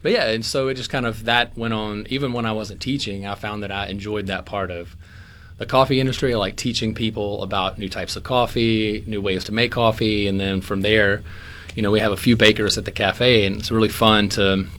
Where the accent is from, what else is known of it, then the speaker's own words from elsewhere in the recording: Lexington, Mississippi, United States; also born or lived in Louisiana; my hometown of Lexington, Mississippi.